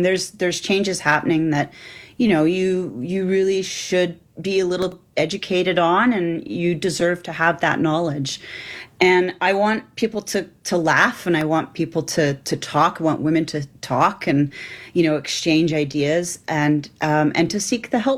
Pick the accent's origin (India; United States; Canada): Canada; As I'm a Canadian filmmaker, I'm taking it really directly from my own personal experience